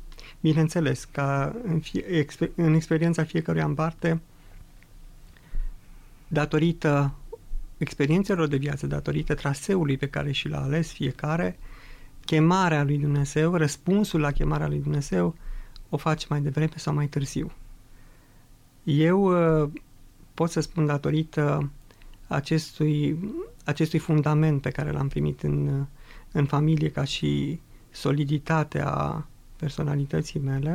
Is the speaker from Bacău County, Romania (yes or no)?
no; Câmpina, Prahova, Romania; born there; în urmă cu 44 de ani m-am născut pe Meleaguri Muntenești, în județul Prahova, în orașul, municipiul Câmpina. Provin dintr-o familie, o familie de oameni credincioși, oameni practicanți ai Sfintei Biserici